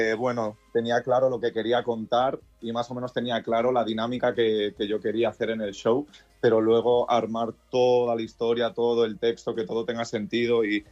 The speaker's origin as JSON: {"language": "Spanish", "region": "Balearic Islands", "country": "Spain", "moved": "as an adult", "lives_now": "Madrid, Spain", "said": "soy mallorquín, pero es que ya tengo 36 años y me fui a los 19 a Madrid."}